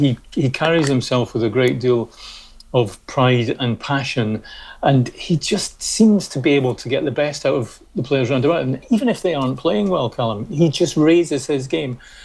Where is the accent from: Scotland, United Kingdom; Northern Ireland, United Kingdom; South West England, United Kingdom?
Scotland, United Kingdom; You know, I'm Scottish